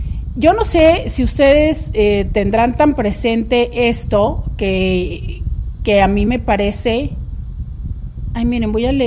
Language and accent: Spanish; Mexico; cómo somos los mexicanos